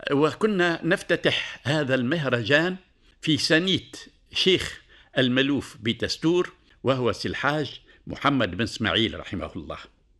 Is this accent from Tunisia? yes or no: yes; Tunisia; احنا عندنا في تونس